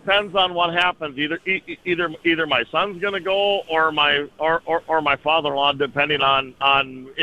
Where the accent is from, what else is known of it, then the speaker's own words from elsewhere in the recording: Wahpeton, North Dakota, United States; also born or lived in Minneapolis-St. Paul area; now in Enderlin, United States; Well, I grew up in Wahpeton, went to high school there, and then I got married. We moved to Minneapolis, St. Paul area for, 5, 6, 7 years. Had 2 kids, moved back, and lived out. I live out